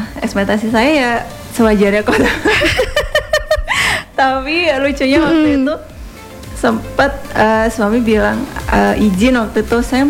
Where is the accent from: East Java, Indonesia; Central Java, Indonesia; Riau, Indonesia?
East Java, Indonesia; Probolinggo; moved away as an adult; saya kan besar di Probolinggo.